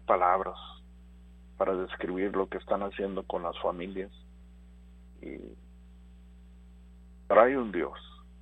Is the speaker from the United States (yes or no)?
yes; Rio Grande Valley, Texas, United States; aquí de Texas. Que recordemos que antes de ser estadounidenses, nosotros somos tejanos, nosotros somos de Texas, y hacen prejuicios por nuestro color, por nuestra voz, por nuestra raza. Ni siquiera nuestro hablar es común en México